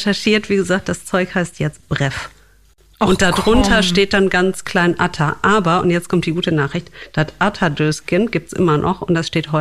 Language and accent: German; Wuppertal, North Rhine-Westphalia, Germany; born or raised there